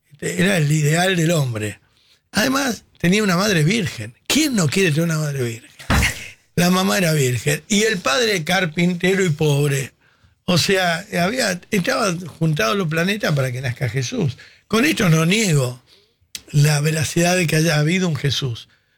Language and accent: Spanish; Argentina; Somos todos tangueros argentinos.